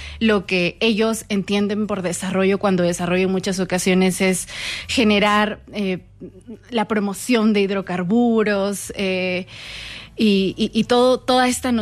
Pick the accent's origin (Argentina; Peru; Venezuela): Peru; yo vengo desde Perú y pues el 28 de julio con la nueva presidenta habremos tenido 10 presidentes en 10 años.